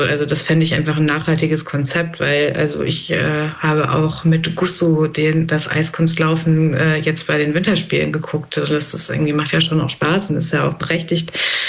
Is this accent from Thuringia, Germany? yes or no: no; North Rhine-Westphalia, Germany; ich bin in NRW aufgewachsen